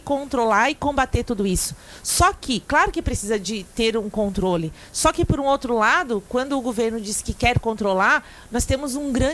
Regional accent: Brazil; mas nós somos brasileiros, claro.

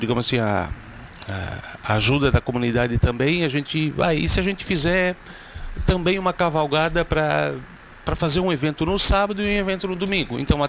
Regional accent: Orleans, Santa Catarina, Brazil; Não, nós somos de Orleans, do município de Orleans.

